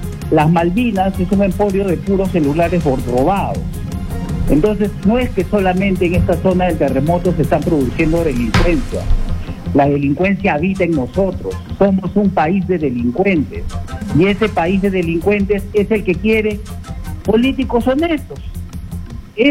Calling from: Barranca, Lima, Peru

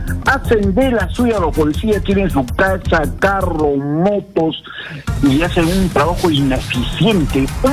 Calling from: Moquegua, Peru; de la región de Moquegua.

